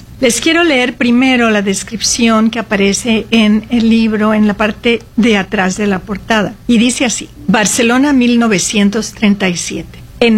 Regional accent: Veracruz, Mexico; now in Seattle, United States; Yo soy originalmente de Veracruz, México, pero llevo varios años radicando en esta hermosa ciudad, la ciudad de Esmeralda, Seattle, donde siempre llueve.

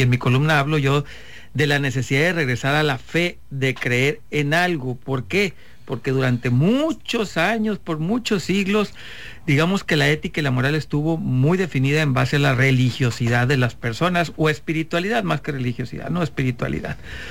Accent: Sinaloa, Mexico; hablo de Sinaloa específico, donde los sinaloenses

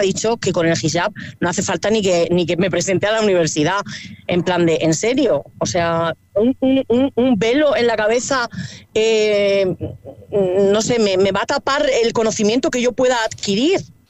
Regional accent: Bilbao, Basque Country, Spain; moved away; Yo vengo de Bilbao, de una interculturalidad total

